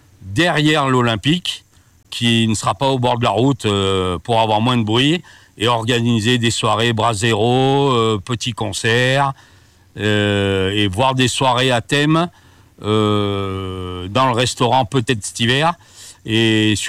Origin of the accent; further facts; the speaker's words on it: Clermont-Ferrand, Auvergne-Rhône-Alpes, France; moved away as an adult; now in Sancy, France; Je suis de Clermont-Ferrand. Et je suis dans le Sancy depuis 13 ans, où j'ai attaqué des saisons à Superbès, à Besse